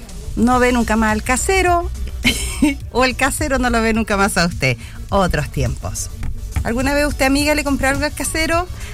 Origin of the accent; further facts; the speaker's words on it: Santiago, Santiago Metropolitan Region, Chile; cuando era niña y vivía en Santiago